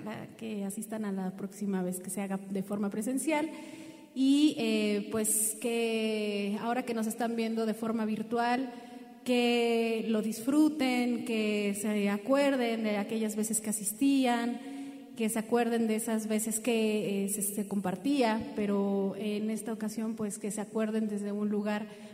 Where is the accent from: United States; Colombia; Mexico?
Mexico; Mexico City; Nosotros somos … somos de aquí de la Ciudad de México